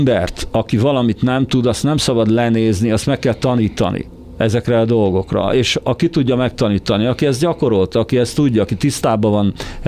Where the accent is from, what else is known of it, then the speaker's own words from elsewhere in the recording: Hungary; born there; ezzel a lelki identitással, amivel ide születtem, magyarnak születtem, Magyarországra születtem. Én hazajöttem ide.